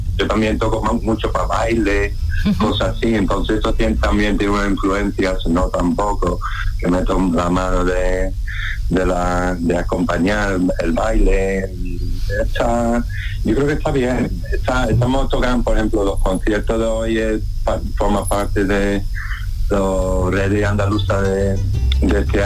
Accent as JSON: {"language": "Spanish", "region": "Scotland", "country": "United Kingdom", "second_language": "Spanish", "moved": "as an adult", "lives_now": "Spain", "said": "yo soy escocés, yo soy de Escocia."}